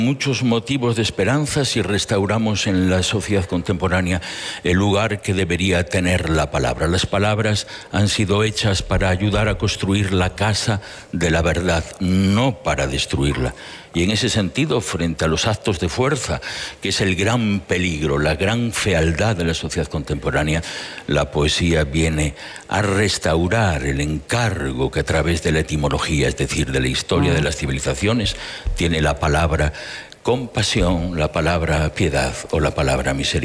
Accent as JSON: {"language": "Spanish", "town": "Villafranca", "country": "Spain", "tie": "born or raised there", "said": "Es un poema que escribí en mi pueblo, en Villafranca"}